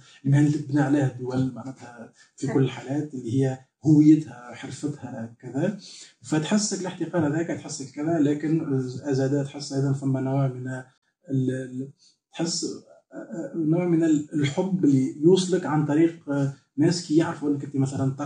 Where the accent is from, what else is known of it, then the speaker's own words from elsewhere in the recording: Sousse, Sousa Governorate, Tunisia; من سوسة، مولود في سوسة، دونك بيئتي بيئة تونسية عادية جدا